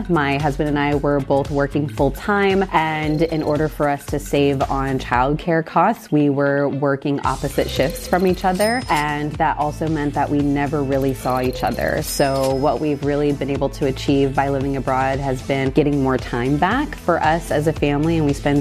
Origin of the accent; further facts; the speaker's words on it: United States; moved away as an adult; now in Syros, Greece; I'm just seen as an American here.